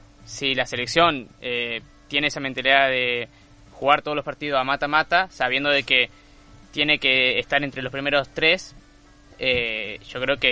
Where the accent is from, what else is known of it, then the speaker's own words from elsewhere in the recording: Argentina; Yo te hablo como argentino